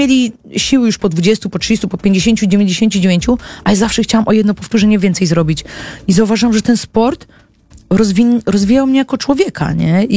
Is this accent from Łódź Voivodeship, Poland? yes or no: no; Olsztyn, Warmian-Masurian Voivodeship, Poland; Ja jestem z Olsztyna